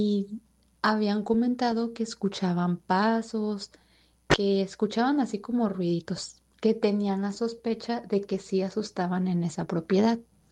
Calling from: Michoacán, Mexico; Yo soy de Michoacán.

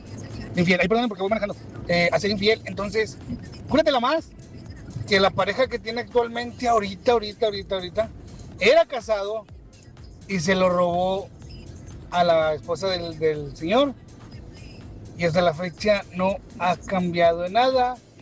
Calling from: Monterrey, Nuevo León, Mexico; Y soy de Monterrey

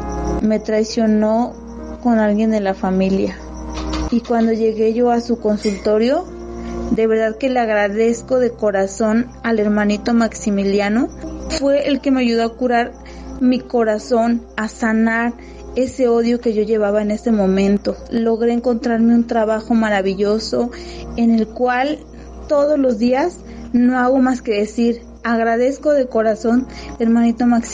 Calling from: Ecatepec, State of Mexico, Mexico; Vivo en Ecatepec.

